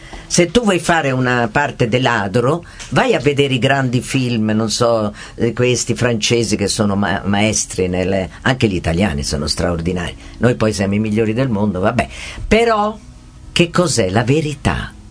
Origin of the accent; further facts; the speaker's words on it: Tuscany, Italy; A noi ci dispiace, perché siamo toscani.